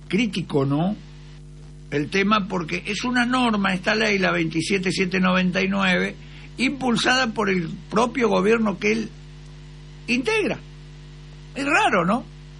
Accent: Argentina; nos hace mal como argentino.

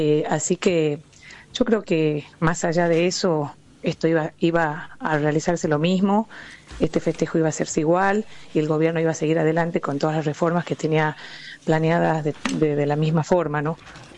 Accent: Tucumán, Argentina; yo como tucumana

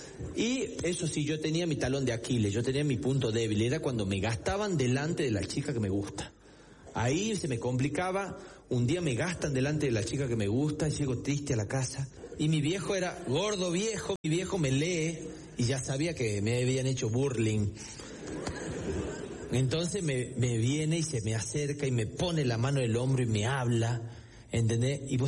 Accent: Famaillá, Tucumán, Argentina; nací el 11 de diciembre del año 1978 en San Miguel de Tucumán. Yo iba a nacer en mi pueblo natal, en Famaillá

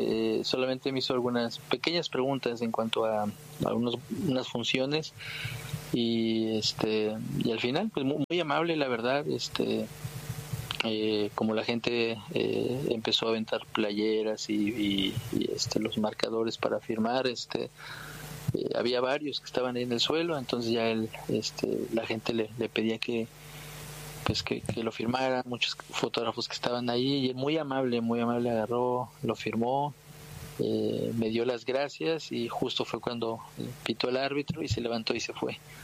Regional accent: Mexico; como mexicano quiero que siempre le vaya bien a México

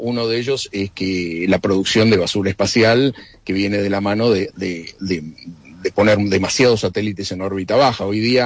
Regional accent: Argentina

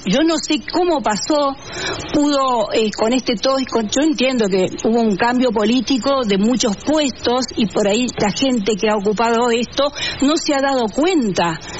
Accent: Argentina

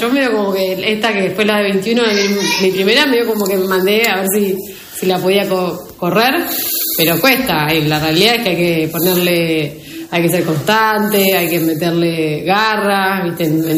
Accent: Buenos Aires, Argentina; moved away as an adult; now in Bolívar, Argentina; yo soy de Capital, nací allá y criada allá, y hace 15 años más o menos vivo acá en Bolívar.

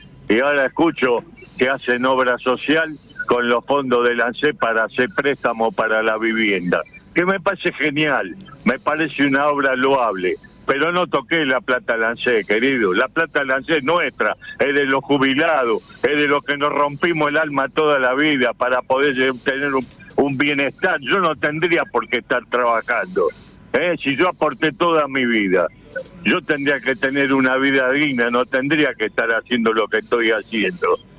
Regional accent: Buenos Aires, Argentina; born there

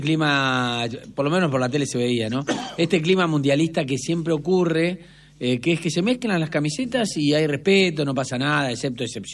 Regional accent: Argentina; now in United States; un argentino en Estados Unidos, economista e hincha de Boca.

